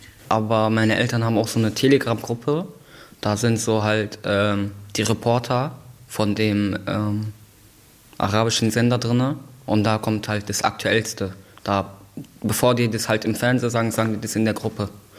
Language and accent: German; Berlin, Germany; also born or lived in Lebanon / Palestine; ich bin 17 Jahre alt, ich mache derzeit ein IBA-Lehrjahr in der Metalltechnik. Ich komme auch aus Berlin-Neukölln Und ursprünglich komme ich aus den Libanon und Palästina.